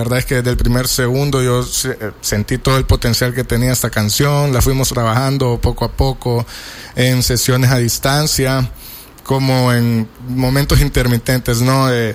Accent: San Miguel, El Salvador; soy DJ y productor de música electrónica salvadoreño, soy proveniente de San Miguel.

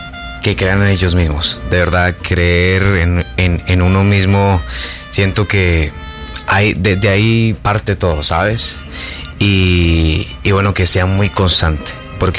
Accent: Colombia; lo que nos caracteriza como colombianos

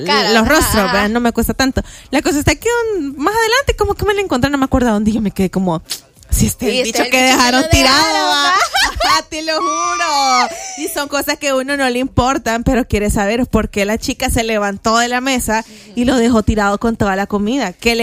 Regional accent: El Salvador; uno como salvadoreño, uno como humano falla y es metido

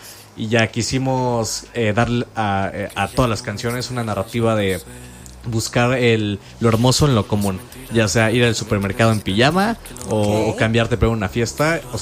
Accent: Mexico; Es mexicano. Bueno, justamente soy mexicano.

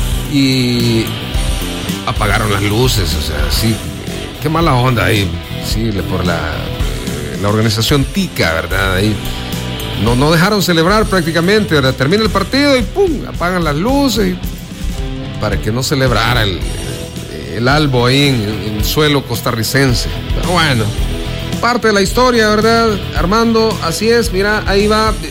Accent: El Salvador; Como nacionales, como salvadoreños, hay que alegrarnos cuando también nuestros equipos que en este tan golpeado fútbol salvadoreño, ¿verdad?

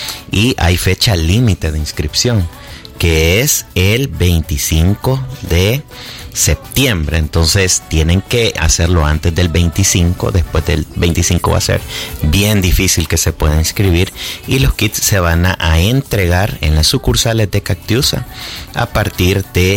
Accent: El Salvador

